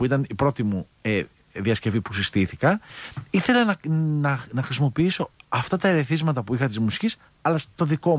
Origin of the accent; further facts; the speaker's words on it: Athens, Attica, Greece; Και επειδή εγώ γεννήθηκα και μεγάλωσα στην Αθήνα, μπορεί να τα είχα τα ακούσματα από τον μπαμπά μου